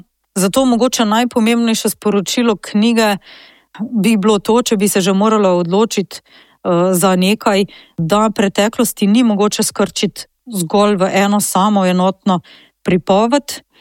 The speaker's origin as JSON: {"language": "Slovenian", "region": "Southeast Slovenia", "country": "Slovenia", "tie": "born or raised there", "said": "Odraščala sem na Kočevskem v hiši, ki sta jo moja stara starša kupila konec 50-ih let, potem ko sta se na Kočevsko preselila v iskanju boljšega življenja, in sicer iz Notranjske."}